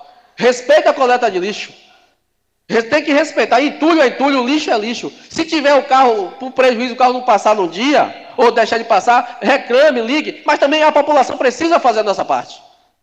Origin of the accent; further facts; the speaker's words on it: Conceição do Jacuípe, Bahia, Brazil; born there; minha localidade onde eu nasci